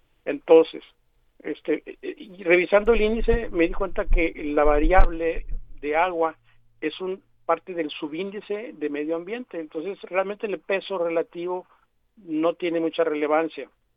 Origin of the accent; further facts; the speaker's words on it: Guaymas, Sonora, Mexico; yo soy de Guaymas, vivo un poco en Guaymas, pero yo recuerdo de niño, el agua de la llave era agua desalinizada, ¿no?